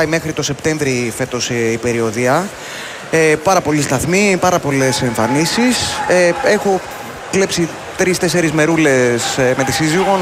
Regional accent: Athens, Attica, Greece; also born or lived in Paros; Κάποια χρόνια, τα παιδικά μου χρόνια τα πέρασα στην Αθήνα και το τελείωμα των σχολικών μου ετών το πέρασα στην Πάρο.

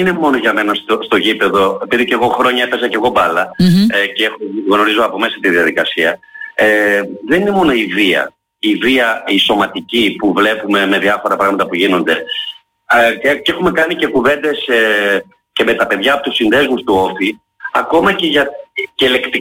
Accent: Heraklion, Crete, Greece; είμαι Ηρακλειώτης

